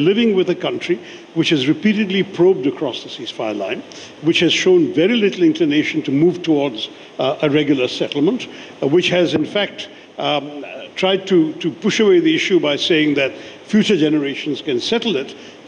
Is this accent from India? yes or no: yes; India; But there is no value to me as an Indian in an unequal relationship with a dependence and a vulnerability on one side against the other